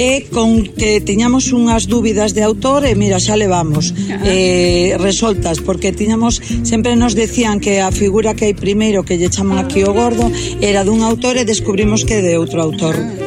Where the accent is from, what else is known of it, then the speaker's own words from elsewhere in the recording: Galicia, Spain; Non, solo levamos un tempo vivindo, pero somos de Redondela e de Ponteareas.